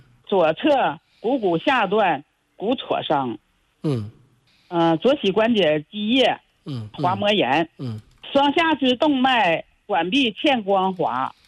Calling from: Changchun, Jilin, China; 我是长春的。

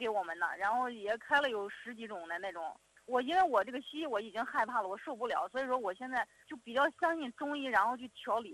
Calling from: Anhui, China; 我是安徽的。

